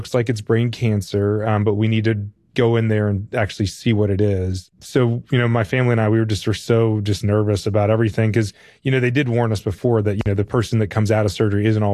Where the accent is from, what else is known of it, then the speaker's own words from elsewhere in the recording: Raleigh, North Carolina, United States; I grew up in Raleigh, North Carolina, where college sports are really big, and NC State had a football team, and I grew up sort of like loving their team.